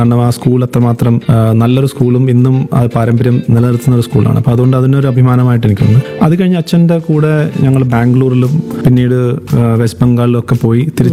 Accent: Kottiyam, Kerala, India; born there; മാം, ഞാൻ ജനിച്ചത് കൊല്ലത്ത് തന്നെയാണ്, കൊട്ടിയത്താണ് ടു ബി പ്രിസൈസ്.

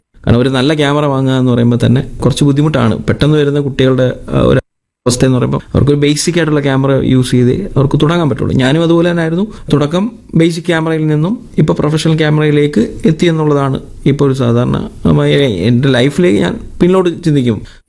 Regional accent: Kollam, Kerala, India; എന്റെ നാട് കൊല്ലമാണ്. കൊല്ലത്ത് കരിക്കോട് എന്ന് പറയും. ടികെ എഞ്ചിനീയറിംഗ് കോളേജിന്റെ അടുത്തായിട്ട് തന്നെയാണ് വീട്. ഞാൻ പഠിച്ചത് സ്കൂൾ കാലഘട്ടം നാട്ടിൽ തന്നെയാണ്.

